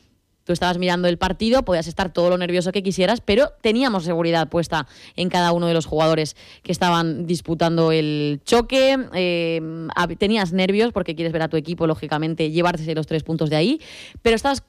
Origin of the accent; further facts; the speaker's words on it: Andalusia, Spain; de que somos andaluces